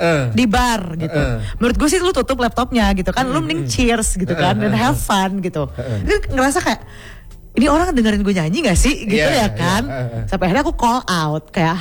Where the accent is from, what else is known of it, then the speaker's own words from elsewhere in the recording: Ambon, Maluku, Indonesia; born there; also born or lived in Bandung; Gak inget sih. Lahir di Ambon. Lama tinggal di Bandung.